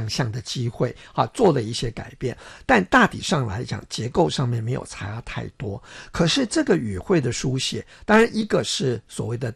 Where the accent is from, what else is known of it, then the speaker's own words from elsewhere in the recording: Taiwan; first language Taiwanese Hokkien; 我自己也是台湾人